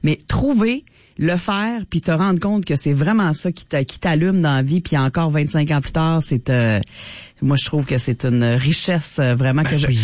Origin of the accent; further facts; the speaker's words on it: Quebec City, Quebec, Canada; moved away as an adult; now in Saguenay-Lac-Saint-Jean, Canada; retourner à Québec, je venais de Québec